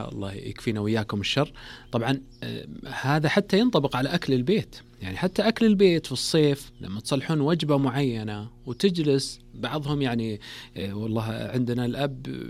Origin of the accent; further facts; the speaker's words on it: Saudi Arabia; مو مثل والله مستوى مثلا دول الخليج او عندنا في السعوديه الحمد لله